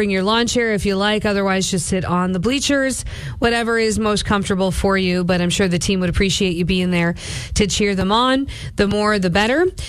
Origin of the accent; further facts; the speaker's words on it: Owen Sound, Ontario, Canada; from Owen Sound, Ontario, also from the Mix Morning Show.